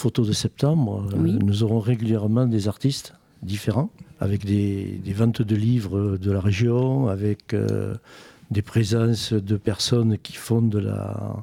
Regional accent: Revel, Occitanie, France; Je suis natif de Revel, donc, et mes grands-parents étaient natifs de Sorèz.

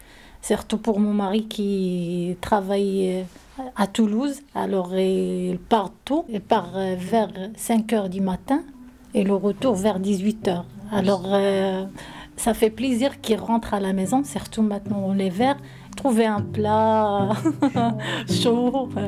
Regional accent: Morocco; je suis une Marocaine, mariée à Gorillé, j'ai 3 enfants.

